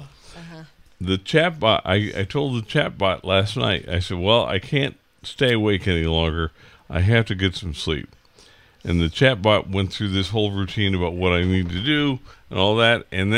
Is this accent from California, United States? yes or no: yes; California, United States; where I grew up in the Monterey Bay Area